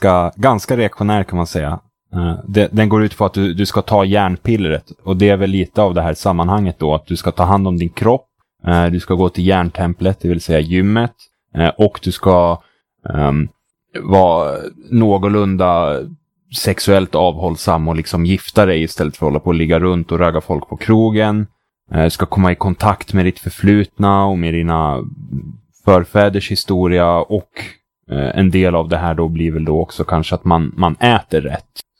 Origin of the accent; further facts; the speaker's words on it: Sweden; Särskilt inte som vi svenskar har en tendens att så här, skala bort fasteperioder men behålla mat ritualerna som kommer efter dem, typ så här med att vi äter semlor.